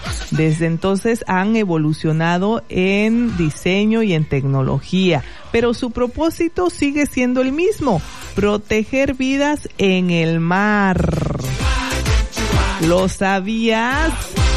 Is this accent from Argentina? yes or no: no; Tonalá, Chiapas, Mexico; los que somos de aquí de Tonalá